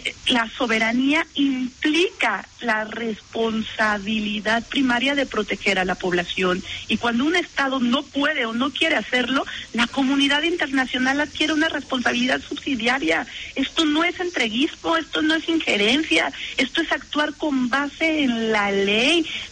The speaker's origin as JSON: {"language": "Spanish", "region": "Zacatecas", "country": "Mexico", "said": "Simplemente déjame hablar de mi tierra. En Zacatecas había funcionarios de gobierno estatal"}